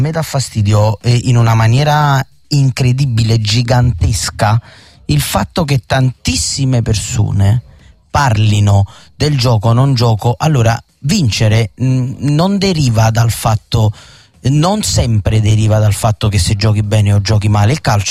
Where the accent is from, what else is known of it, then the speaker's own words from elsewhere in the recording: Naples, Campania, Italy; Io da napoletano